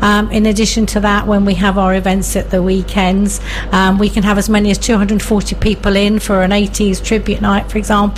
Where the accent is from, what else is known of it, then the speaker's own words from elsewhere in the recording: Alton, South East England, United Kingdom; I was born in Alton, lived here all my life, and it's a great place to be.